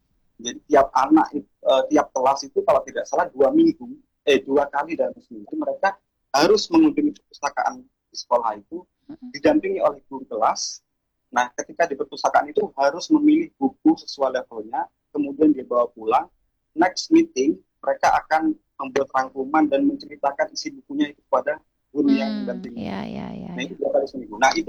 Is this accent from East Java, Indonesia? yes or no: yes; Jember, East Java, Indonesia; Karena saya dari Jember ya, saya asalnya dari Jember, itu ya perpustakaan tidak ada di kecamatan saya, bahkan tidak ada.